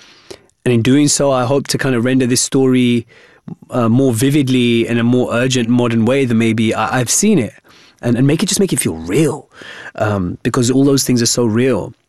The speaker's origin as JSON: {"language": "English", "town": "Wembley", "region": "London", "country": "United Kingdom", "tie": "born or raised there", "said": "this Hamlet story set in, you know, medieval Denmark, actually is exactly like growing up in Wembley."}